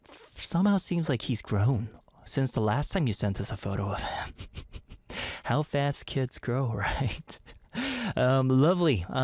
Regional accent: Canada; moved away as an adult; now in Korea; I was raised in Canada. I left the country a long time ago.

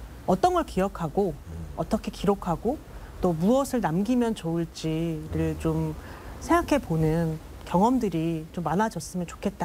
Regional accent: Seoul, South Korea; moved away; 오랜만에 이곳에 오니까 아 여기가 나의 고향이었구나라는 거를 느꼈던 것 같아요.

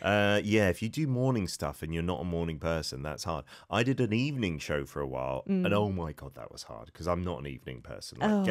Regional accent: United Kingdom; I'm British

